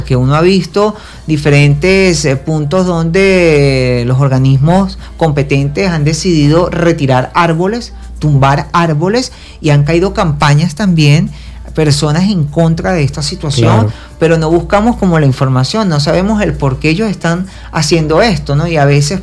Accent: Venezuela; Todos somos hermanos venezolanos y nos sentimos afectados

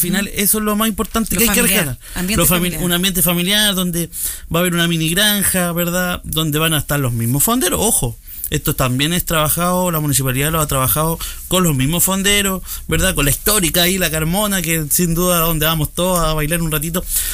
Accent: Cauquenes, Maule, Chile; nosotros como los cauqueninos

